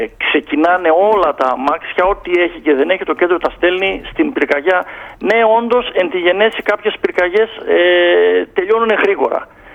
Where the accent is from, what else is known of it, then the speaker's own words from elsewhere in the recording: Thessaloniki, Central Macedonia, Greece; Εδώ στη Θεσσαλονίκη, γιατί τυχαίνει να είμαι Θεσσαλονικιός και να υπηρετώ στον τρίτο πυροσβεστικό σταθμό Θεσσαλονίκης, οι βάρδιες δεν βγαίνουν.